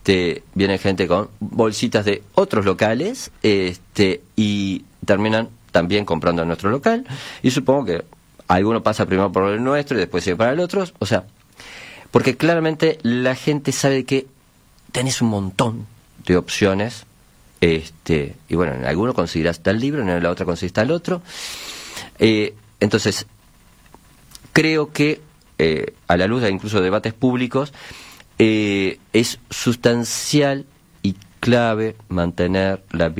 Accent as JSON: {"language": "Spanish", "town": "Villa Biarritz", "region": "Montevideo", "country": "Uruguay", "tie": "born there", "said": "porque aparte yo nací en Villa Biarritz de alguna forma y ahí funcionaba"}